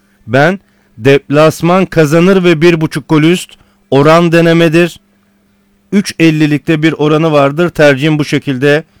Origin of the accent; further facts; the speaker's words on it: Sivas, Turkey; Batman Petrolspor memleketim Sivas Spor'la oynayacak bugün.